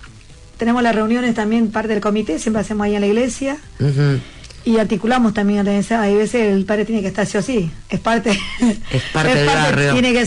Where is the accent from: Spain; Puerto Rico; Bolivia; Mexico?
Bolivia; Yo soy de Bolivia, no hablo quechua, pero aprendí con el tiempo, con la gente que me rodea, aprendí quechua.